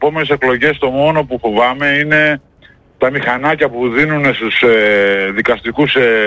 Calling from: Paliouri, Greece; από το Παλιούρι.

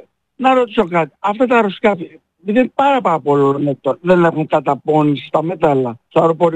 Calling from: Piraeus, Attica, Greece; Εγώ, Πειραιά.

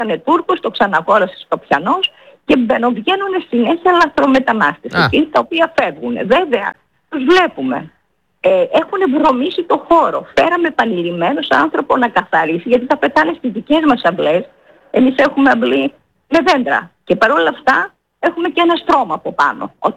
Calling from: Greece; εγώ στην πατρίδα μου πρέπει να έχω φόβο και να αισθάνομαι μειονότητα?

